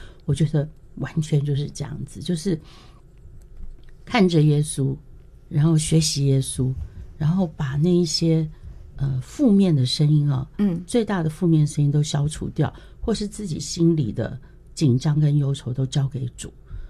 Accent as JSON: {"language": "Chinese", "country": "Taiwan"}